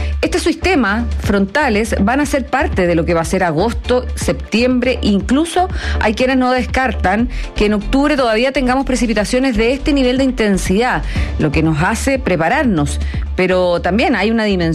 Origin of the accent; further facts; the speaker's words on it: Santiago, Santiago Metropolitan Region, Chile; yo por lo menos que soy de Santiago y me tocó transmitir además el fenómeno en el Canal 13